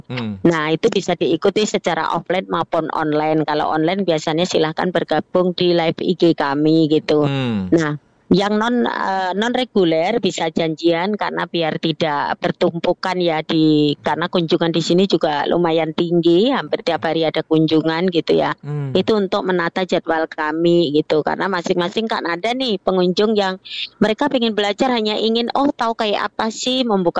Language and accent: Indonesian; Sleman, Special Region of Yogyakarta, Indonesia; born there; kami lahir di Sleman ini, di daerah yang catchment tangkapan airnya itu masih masih bagus.